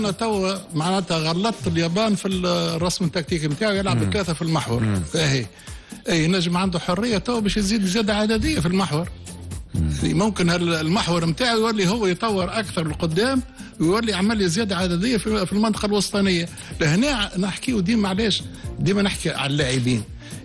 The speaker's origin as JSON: {"language": "Arabic", "country": "Libya", "said": "هذا بلادي"}